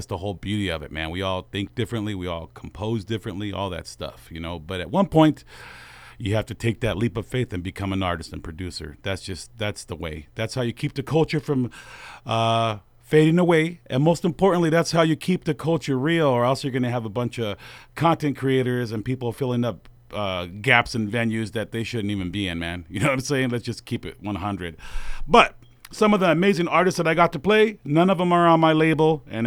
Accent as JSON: {"language": "English", "region": "West Coast", "country": "United States", "said": "I'm from the West Coast, baby."}